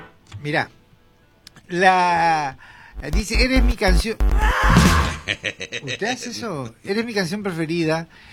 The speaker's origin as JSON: {"language": "Spanish", "region": "Buenos Aires", "country": "Argentina", "said": "Sí, yo soy un tipo de la Capi, ¿viste?"}